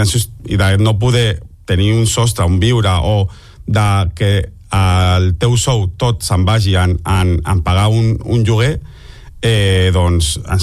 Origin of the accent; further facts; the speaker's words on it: Barcelona, Catalonia, Spain; Jo, per exemple, soc barceloní, però m'ha hagut de sortir de la meva ciutat